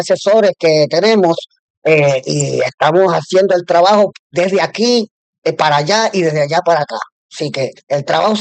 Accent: Puerto Rico; nosotros tenemos derecho como puertorriqueños, puertorriqueñas y puertorriqueñas, estar en las calles de nuestra patria seguros.

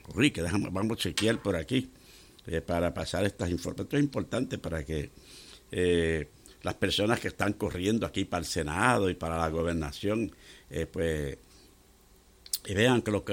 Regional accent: Fajardo, Puerto Rico; also born or lived in Tortola; en mi pueblo allá, donde dicen que yo nací, porque eso es lo que dicen, dicen que yo nací que en Fajardo

